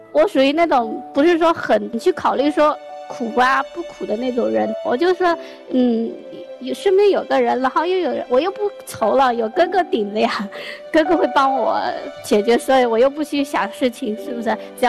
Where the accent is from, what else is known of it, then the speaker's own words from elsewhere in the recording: Shangrao, Jiangxi, China; 我来自江西上饶，然后我是在一个仓库里搬螺丝的。